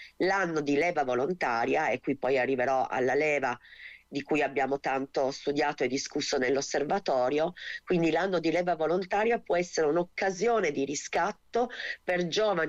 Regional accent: Turin, Piedmont, Italy; qui a Torino, io sono di Torino

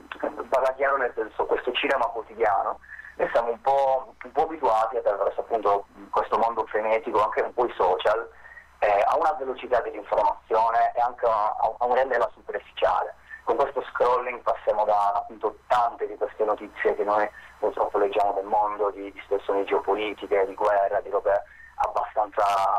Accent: Sardinia, Italy; moved away as an adult; now in Turin, Italy; io vengo dalla Sardegna, in realtà sono arrivato qui per motivi di studio

